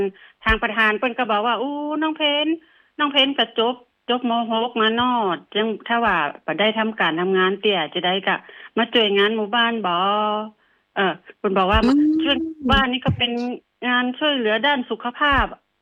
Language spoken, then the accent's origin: Thai; Hang Chat, Lampang, Thailand; แต่ว่าพี่อ่ะเป็นคนในตำบลห้างฉัดนี่แหละตำบลห้างฉัดนี่แหละ